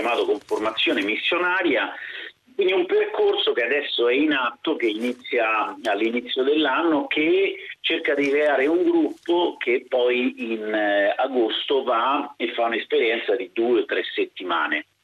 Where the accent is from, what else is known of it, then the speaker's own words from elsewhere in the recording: Rome, Lazio, Italy; born there; Io mi trovo nella parrocchia di Selvagandida, sono parroco, ma sono nel comune di Roma, sono nato a Roma.